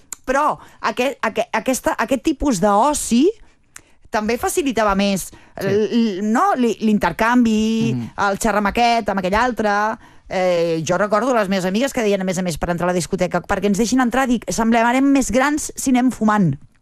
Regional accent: Barcelona, Catalonia, Spain; Jo que sóc de Barcelona.

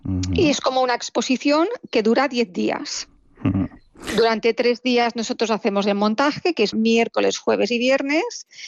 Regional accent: Girona, Catalonia, Spain; somos gente de Girona

